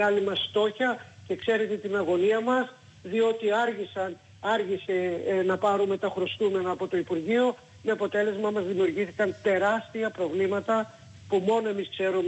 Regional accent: Greece; πρέπει όλοι μαζί είμαστε Έλληνες

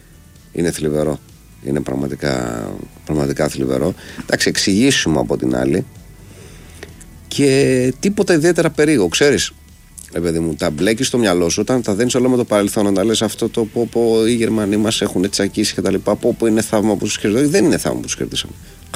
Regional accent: Greece; να σου το πω για να δεις πώς μπορεί να είμαι Έλληνας

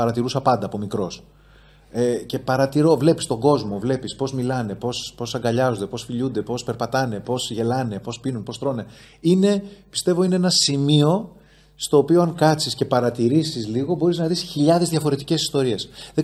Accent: Athens, Attica, Greece; also born or lived in Heraklion; Εκεί όταν ήμουν 4, χωρίσαν οι γονείς μου και η μητέρα μου με μένα και τον αδερφό μου, ο οποίος τότε ήταν ενός, μετακομίσαμε στην Αθήνα.

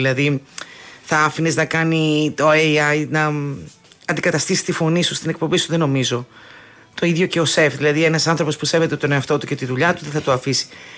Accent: Kalamata, Peloponnese, Greece; Ναι, είμαι από την Καλαμάτα

